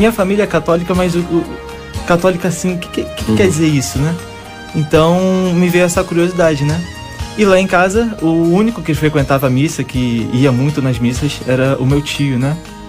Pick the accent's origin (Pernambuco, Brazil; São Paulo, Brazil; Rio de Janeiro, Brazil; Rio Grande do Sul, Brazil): Rio de Janeiro, Brazil; Tenho 21 anos de idade, sou de Brás de Pina, paróquia Santo Antônio, em Brás de Pina, e atualmente estou trabalhando no Complexo do Alemão, na paróquia Nossa Senhora de Guadalupe.